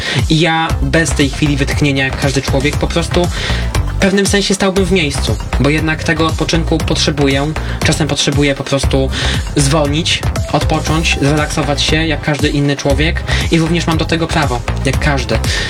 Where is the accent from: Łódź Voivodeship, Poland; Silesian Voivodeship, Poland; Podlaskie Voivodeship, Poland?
Podlaskie Voivodeship, Poland; Łomża; bo jestem Łomżyniakiem, wychowałam się w Łomży, tutaj się urodziłem, zatem uważam, że mimo wszystko to miasto cenię swoim takim szczególnym uczuciem, no bo jednak to jest moje miasto rodzinne